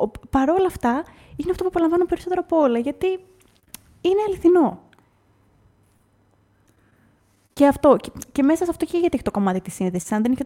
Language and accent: Greek; Trikala, Thessaly, Greece; also born or lived in Crete; Δηλαδή, είναι οι καταγωγές μου σίγουρα από τα Τρίκαλα και από την Κρήτη, από τα Τρίκαλα Θεσσαλίας, το χωριό μου, και από την Κρήτη.